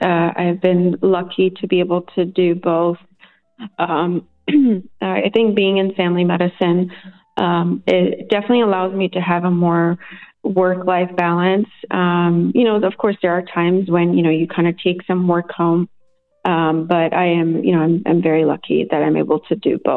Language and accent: English; Canada; now in United States; I moved from New Jersey about 2 years ago down here to the Prosper area.